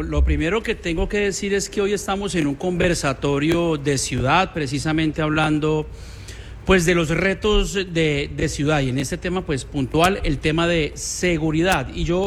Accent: Neiva, Huila, Colombia; born there; pues bueno, yo tengo 49 años de edad, soy nacido en Neiva.

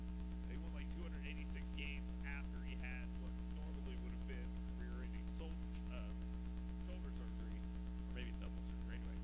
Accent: Florida, United States; But you guys do know that I grew up in Florida, right? And I rode a school bus, and the school buses did not have AC on.

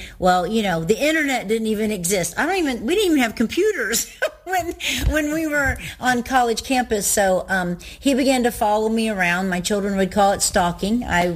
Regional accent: Ohio, United States; And I'm from Ohio

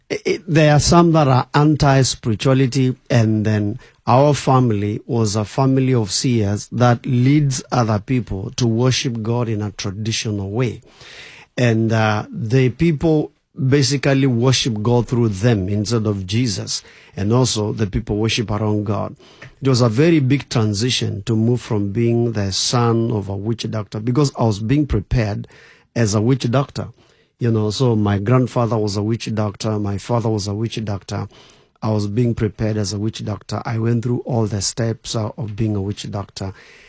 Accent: Kenya; So I was born in Kenya, and I was born and raised in Kenya, and actually I'm born in a family of seers or witch doctors.

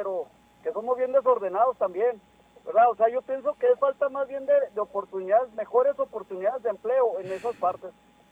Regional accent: Mexico; pues yo soy mexicano, va, pero critican a la gente que va a Estados Unidos, o también nos critican a nosotros cuando vamos a Europa

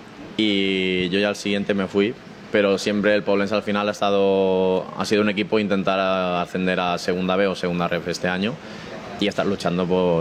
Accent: Son Servera, Balearic Islands, Spain; also born or lived in Palma; De Sonservera, nací en Manacor porque es el hospital que está más cerca de referencia, pero soy de Sonservera, de un pueblito pequeño, de Mallorca.

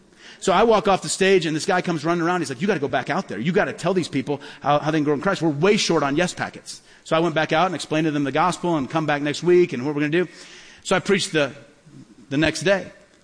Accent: Peoria, Illinois, United States; born or raised there

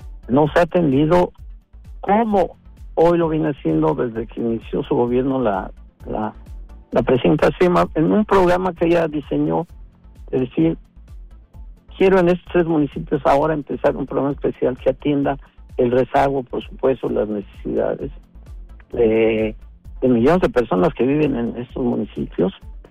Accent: Mexico; no solo yo como mexicano

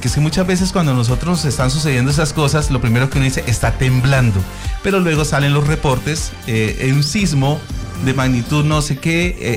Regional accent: Bucaramanga, Santander, Colombia; moved away; yo soy de Santander, de Bucaramanga

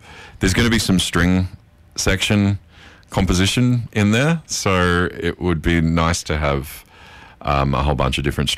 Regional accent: Everly, New South Wales, Australia; from Everly in New South Wales.

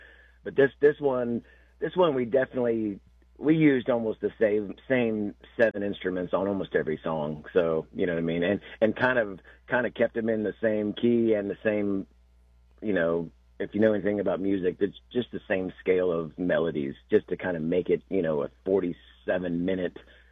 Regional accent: California, United States; moved away; I'm from Northern California. That's my home.

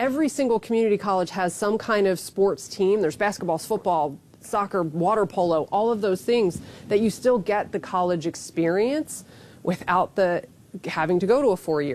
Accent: East Coast, United States; now in California, United States; I'm from the East Coast, so it's different.

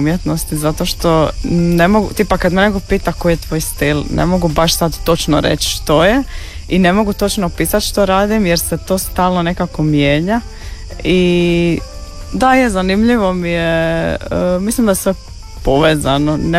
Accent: Zadar, Zadar County, Croatia; Odrasla sam u Zadru i nisam baš imala priliku sad prečesto ići na neke izložbe van Zadra.

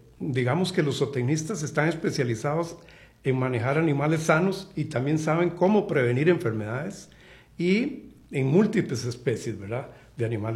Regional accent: Tuluá, Valle del Cauca, Colombia; Bueno, yo soy oriundo del Pacífico Central, específicamente de Tuluá.

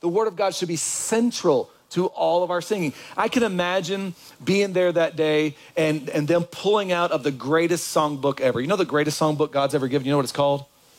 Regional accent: Kentucky, United States; Hey, I'm from Kentucky. When you're in Kentucky and when you hear my old Kentucky home, oh, it does something.

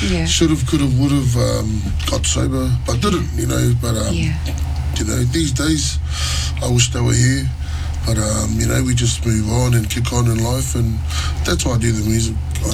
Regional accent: Mangere, Auckland, New Zealand; also born or lived in Sydney, Australia; And yeah, I'm born in Australia, so in Sydney, but grew up in Mangere

